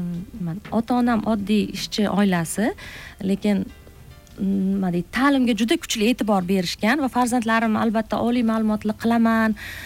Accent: Bukhara, Bukhara Region, Uzbekistan; now in Tashkent Region, Uzbekistan; Masalan, men o'zim ham Toshkent viloyatida faoliyat yuritaman. O'zim asli buxorolikman. Bu yerga yaqinda kelganmiz. 5 yil bo'lgan.

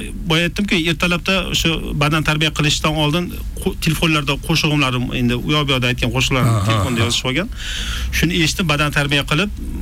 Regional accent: Shahrixon, Andijan Region, Uzbekistan; born there; 1977-yil 26-oktyabrda Andijon viloyatining Shahrixon tumanida tavallud topganman.

